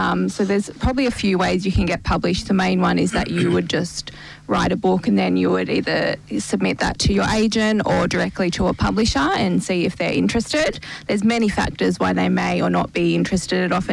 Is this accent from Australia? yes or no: yes; Australia; Okay, well, I am an Australian author